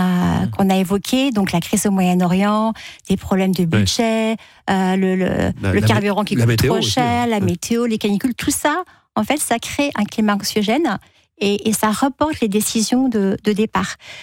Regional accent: Brittany, France; je suis bretonne, donc les Bretons ne m'en voudront pas.

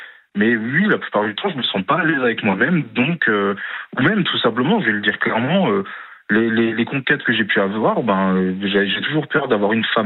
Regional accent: Grand Est, France; Moi, je suis d'Alsace et ma copine, elle est de Vendée.

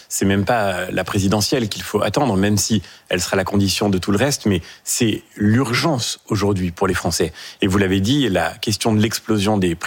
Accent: Pays de la Loire, France; moi je suis de Loire-Atlantique, ma famille vient de la région nantaise

